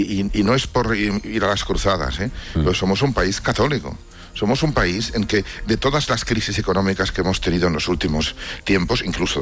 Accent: Spain; como españoles, como sociedad española

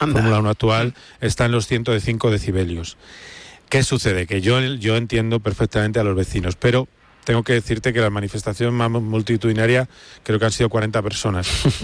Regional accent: Madrid, Community of Madrid, Spain

